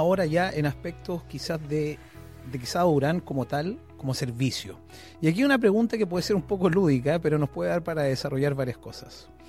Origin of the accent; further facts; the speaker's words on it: Limache, Valparaíso, Chile; Nosotros que somos de la quinta región, imagínate, yo vengo de Limache, estamos a 30 y algo kilómetros.